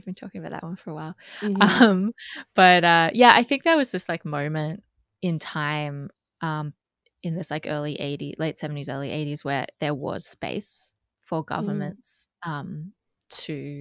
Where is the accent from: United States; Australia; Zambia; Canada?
Australia; my home country, Australia.